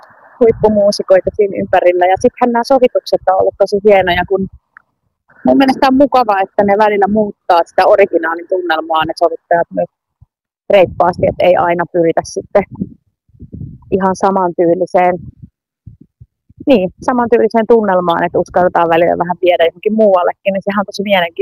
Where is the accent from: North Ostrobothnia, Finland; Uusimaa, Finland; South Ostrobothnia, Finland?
North Ostrobothnia, Finland; Oulu; born there; moved away; also born or lived in Kärsämäki; Mä olen syntynyt Oulussa.